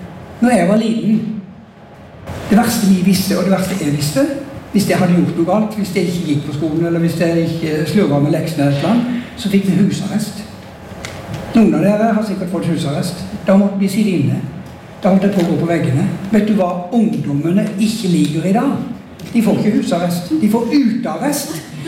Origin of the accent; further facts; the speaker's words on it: Grimstad, Agder, Norway; Så de flyttet til Grimstad når han skulle begynne sin første jobb. Da var hun allerede gravid. Og jeg ble født når vi flyttet dit. Og der bodde vi på den skolen, en framhaldsskole, i de første 17 år av mitt liv.